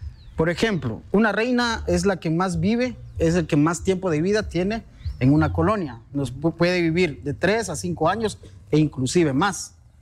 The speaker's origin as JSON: {"language": "Spanish", "town": "San Juan La Laguna", "region": "Sololá", "country": "Guatemala", "tie": "born or raised there", "said": "como bien lo mencionaban. Soy originario de San Juan de la Laguna."}